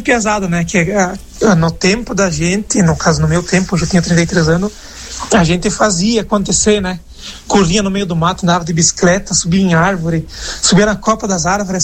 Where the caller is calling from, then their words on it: Brazil; falo aqui do Jardim América